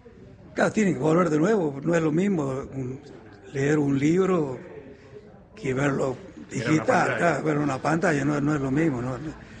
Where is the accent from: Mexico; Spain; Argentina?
Argentina; Aimogasta, La Rioja; yo soy oriundo de nací en Aymogasta, en el interior. Sí. Y tenía una tía mía que era bibliotecaria frente a la plaza de Aymogasta. Y yo nos criamos ahí